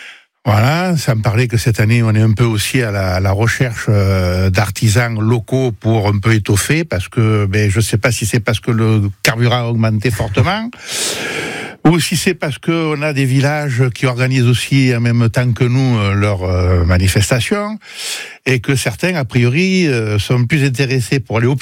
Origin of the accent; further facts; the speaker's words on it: Villeneuve-lès-Avignon, Occitanie, France; moved away; je suis originaire du Gard, plus exactement Villeneuve-les-Avignon, là où je suis né.